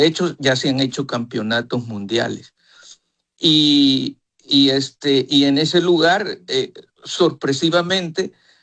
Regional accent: El Salvador; como un ciudadano más de El Salvador

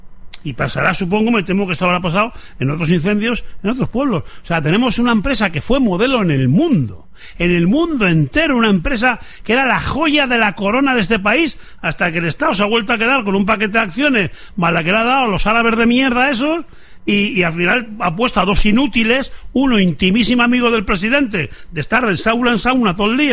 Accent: Spain; la zona pues del Valle del Tietar, donde roza mi pueblo también, se arrasó

